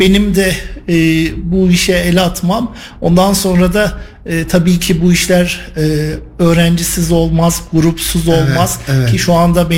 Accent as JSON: {"language": "Turkish", "region": "Kayseri", "country": "Turkey", "said": "Bu benim bir Kayserili, bir Erciyesli olarak temel vazifem."}